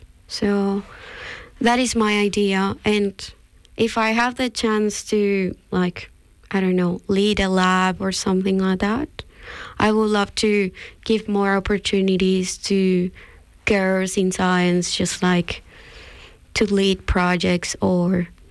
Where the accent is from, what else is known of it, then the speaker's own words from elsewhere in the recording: Colombia; I come from South America, and Colombia has a very big gap between like people in general.